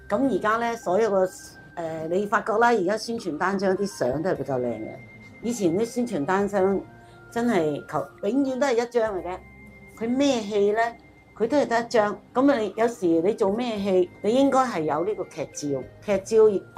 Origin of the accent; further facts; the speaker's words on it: Macau; also born or lived in Foshan; 我呢就是澳门啦，土生土长的，但是呢就是我是佛山人，可能呢我小时候呢就跟父母去看粤剧的